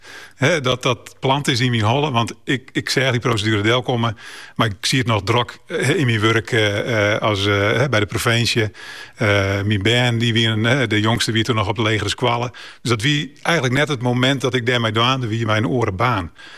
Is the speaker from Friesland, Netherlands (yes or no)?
yes; Tietjerk, Friesland, Netherlands; also born or lived in Leeuwarden; now in Wijnjewoude, Netherlands; in Leeuwarden, maar opgegroeid in Tietjerk.